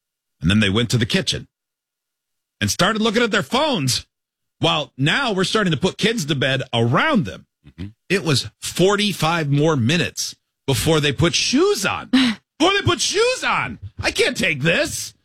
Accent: Midwest, United States; I grew up in the Midwest and I hate it.

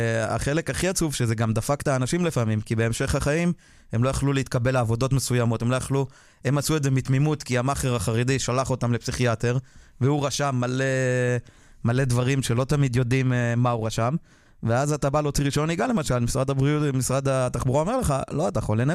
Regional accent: Jerusalem, Jerusalem District, Israel; גדלתי בירושלים, בשכונת עזרת תורה.

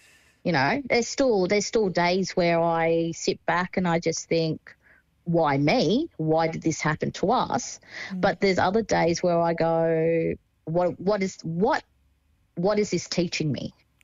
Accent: Hawkesbury, New South Wales, Australia; I'm from the Hawkesbury.

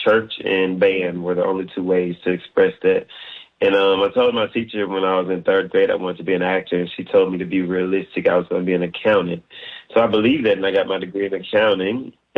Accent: Mississippi, United States; No, I'm originally from Mississippi, so definitely a Southern boy.

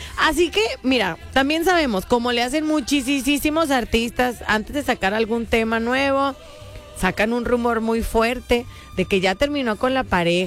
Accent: Mexico

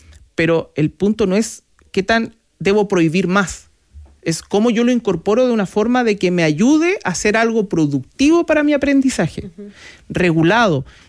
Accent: Punta Arenas, Magallanes, Chile; Y yo soy de Punta Arenas, imagínate. Y era el PlayStation 1, recién llegado. Era uno de los pocos en Punta Arenas que tenía eso.

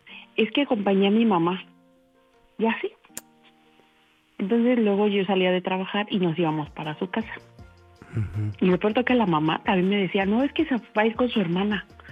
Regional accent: State of Mexico, Mexico; De aquí del Estado de México.

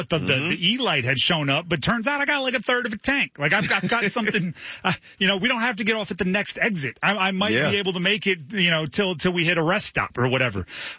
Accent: New Jersey, United States; I did grow up a Sixers fan. I grew up in South Jersey. I've been of the Iverson era.

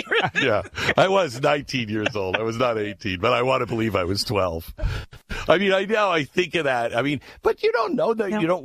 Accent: Seattle, Washington, United States; I'm 18 years old. I'm from Seattle. I've never seen a beltway.

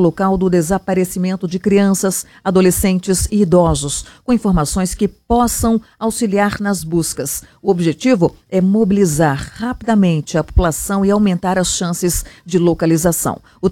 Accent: Brazil; Eu nasci e criada em Santa Efigênia

